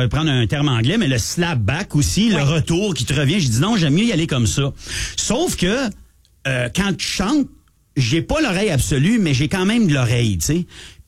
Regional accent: Ottawa, Ontario, Canada; moi je viens d'Ottawa, là, j'ai resté à Ottawa longtemps, mais je dis Ottawa, je voulais pas dire Canada.

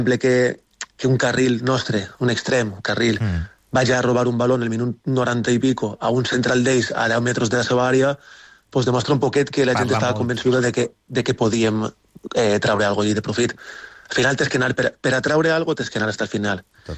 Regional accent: Xeraco, Valencian Community, Spain; perquè si jo sóc de Xeraco, que està al costat

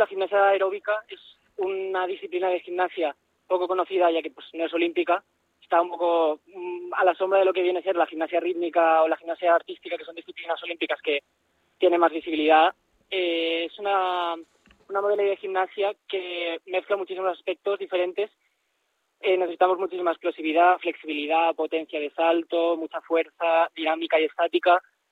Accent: Sueca, Valencian Community, Spain; now in Burjassot, Spain; Yo soy de Soga, pero yo vivo en Burjasot.

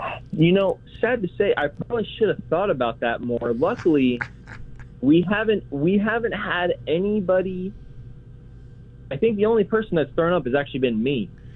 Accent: Ramona, California, United States; to be a part of Ramona, and for me to be able to represent my hometown

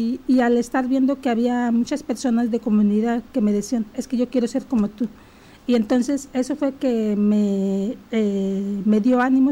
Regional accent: Nayarit, Mexico; De Santa Cruz de Guaybel, municipio del Nayar.

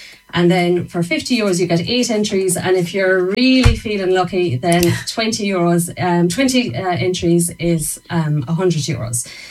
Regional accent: Dunmore, County Galway, Ireland; moved away; And I came back to Dunmore about 15 years ago and knew no one in Dunmore after my long siesta away

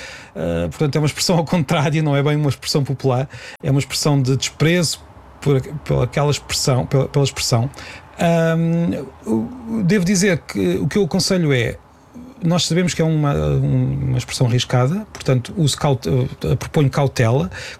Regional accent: Peniche, Centro, Portugal; moved away as an adult; era da minha terra

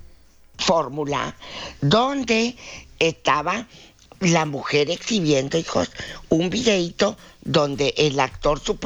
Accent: Mexico; Somos los mismos mexicanos en fregarnos.

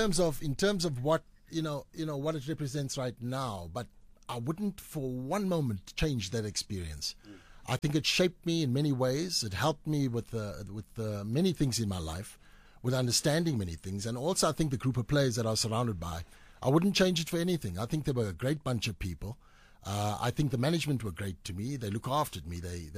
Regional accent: Durban, KwaZulu-Natal, South Africa; moved away; I'm not coming back to Durban because I'm from Durban.

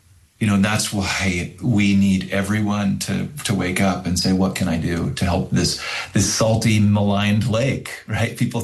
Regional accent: Orem, Utah, United States; born or raised there

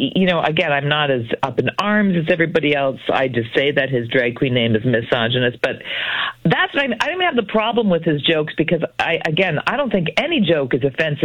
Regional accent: Ontario, Canada; born there; also born or lived in Sault Ste. Marie, Canada / Guelph, Canada; I grew up in Sault Ste. Marie and Guelph, who I think have the two highest Italian populations after Rome and Woodbridge.

